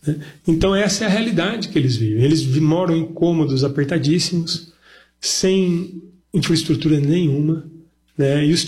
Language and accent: Portuguese; Brazil